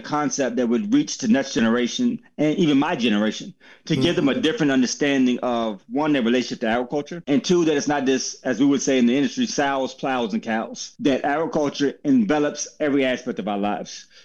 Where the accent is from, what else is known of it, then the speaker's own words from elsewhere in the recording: Virginia, United States; also born or lived in Baltimore, Maryland; I grew up in a place called Caroline County, which is right near Amusement Park King's Dominion and the military installation Fort A.P. Hill.